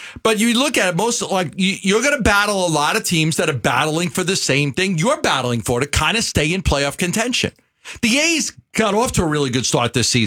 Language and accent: English; New York, United States; born or raised there